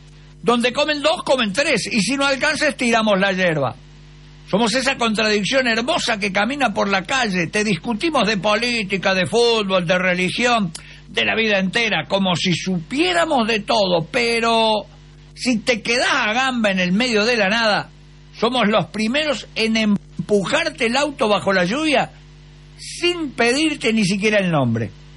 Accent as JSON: {"language": "Spanish", "country": "Argentina"}